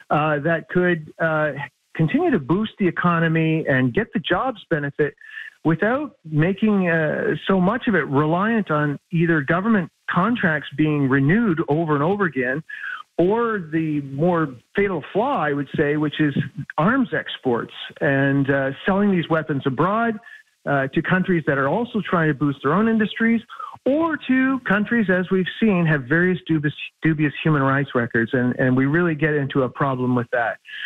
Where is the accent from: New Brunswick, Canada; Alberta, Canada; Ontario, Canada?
New Brunswick, Canada; I'm from New Brunswick, and we all remember what happened with the frigate program where we built these warships in New Brunswick.